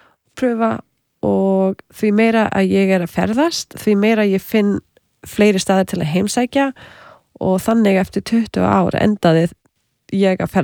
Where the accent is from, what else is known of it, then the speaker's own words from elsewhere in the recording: Canada; ég ólst upp í Kanada með hálf indverskri móður frá Suður Ameríku. Svo ég var þegar alþjóðlegt barn og með nokkuð tungumál sem ég gat notað.